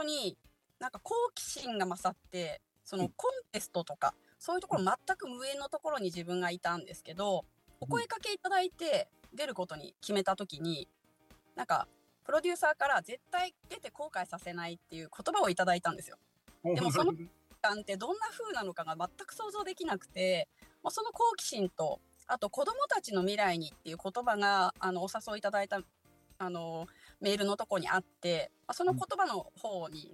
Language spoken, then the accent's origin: Japanese; Fukushima, Japan; 私、地元が福島なんですけど